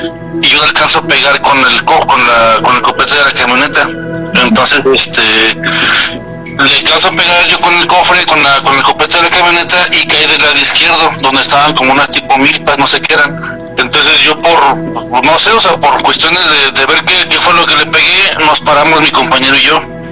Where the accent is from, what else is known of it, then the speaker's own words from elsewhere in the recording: Saltillo, Coahuila, Mexico; yo soy de Saltillo, Coahuila. Yo viví mucho tiempo en Coahuila, y lo que es allí en Parras y Ramos Arizpe, se contaban muchas historias de brujas.